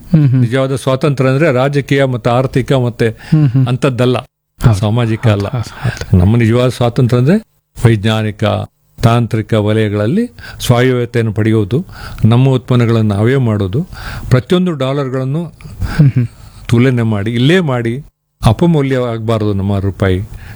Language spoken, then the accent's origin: Kannada; Karnataka, India